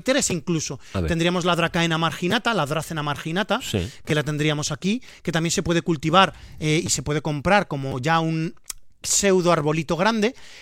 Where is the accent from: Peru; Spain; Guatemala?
Spain; Valencian Community